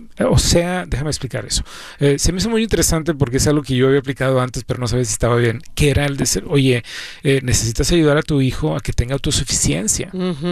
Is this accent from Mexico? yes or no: yes; Mexico; now in United States; yo soy de México